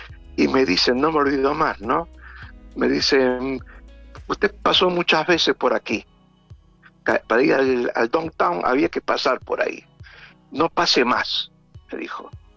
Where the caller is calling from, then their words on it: Argentina; soy argentino y turista.